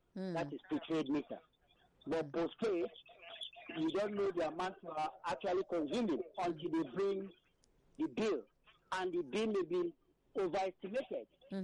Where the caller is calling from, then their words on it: Abaranje, Ikotun, Lagos, Nigeria; I'm calling from Abaraje, Nikotu.